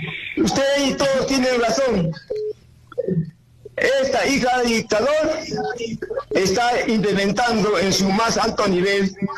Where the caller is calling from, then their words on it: Juliaca, Puno, Peru; aquí en Juliaca